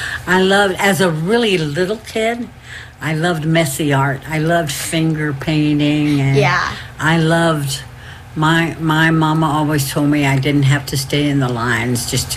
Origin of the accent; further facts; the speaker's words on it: Texas, United States; moved away; I'm from Texas originally.